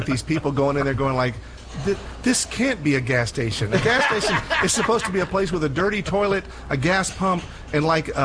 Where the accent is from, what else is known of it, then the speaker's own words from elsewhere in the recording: United States; I'm an American. I was born in America. I love this country. I don't want to go anywhere else.